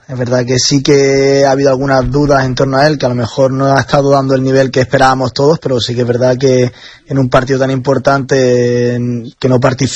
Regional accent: Spain; cómo somos los españoles

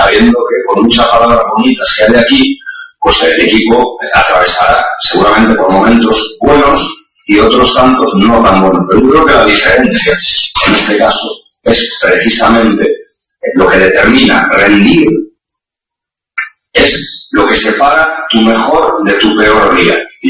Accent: Galicia, Spain; Soy gallego

